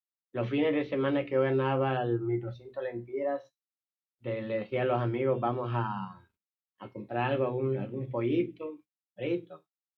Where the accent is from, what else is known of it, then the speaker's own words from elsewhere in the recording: Puerto Cortés, Cortés, Honduras; Yo soy de Puerto Cortés, allí estoy perseverando en la iglesia Príncipe de Paz, pero por el momento estoy aquí en Tegucigalpita